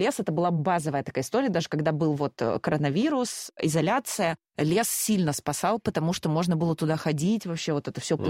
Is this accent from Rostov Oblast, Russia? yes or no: no; Moscow, Russia; Но я вообще родилась в Москве и жила всю сознательную жизнь в районе Ясенево. Это очень такой зеленый район на юго-западе Москвы.